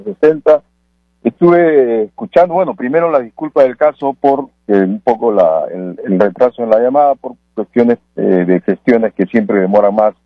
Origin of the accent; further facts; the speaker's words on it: Peru; now in United States; en el caso del Perú, recuerdo de donde soy originario.